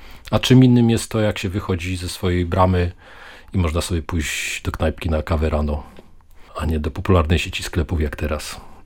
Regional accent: Łódź, Łódź Voivodeship, Poland; Właśnie to jest takie ciekawe, wychowałem się na Abramowskiego. Później, jak to mówią w Łodzi, mieszkałem na Orla.

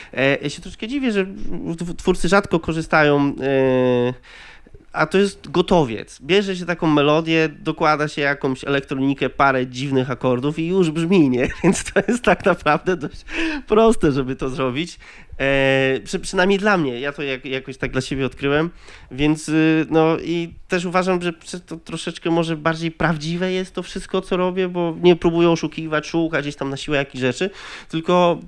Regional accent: Opoczno, Łódź Voivodeship, Poland; also born or lived in Copenhagen; ja jestem z Opoczna

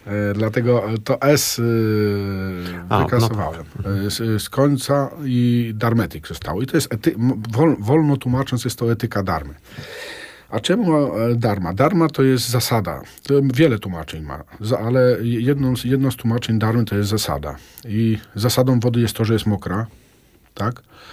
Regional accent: Aleksandrów Łódzki, Łódź Voivodeship, Poland; moved away; Ja z Orków, tymczasowo, że tak powiem, służbowo, bo ogólnie zawsze byłem, jestem i będę z Aleksandrowa Łódzkiego.

